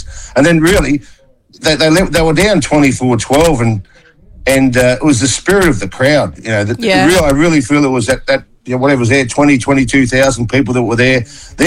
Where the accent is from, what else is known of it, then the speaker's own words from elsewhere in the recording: Wollongong, New South Wales, Australia; Covers stuff from, growing up in Wollongong to going to the Tigers when Keith Barnes first signed me